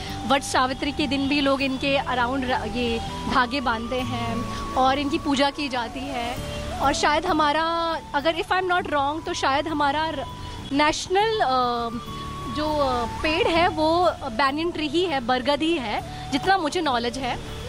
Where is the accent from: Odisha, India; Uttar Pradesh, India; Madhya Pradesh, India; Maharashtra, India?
Uttar Pradesh, India; वैसे मेरा home town UP है, तो वहाँ के लोग अक्सर मुझे गणेश उत्सव के बारे में पूछते भी हैं कि यहाँ पे कैसा होता है।